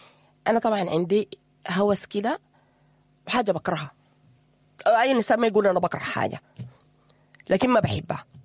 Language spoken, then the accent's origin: Arabic; Sudan; نحن كمجتمع سوداني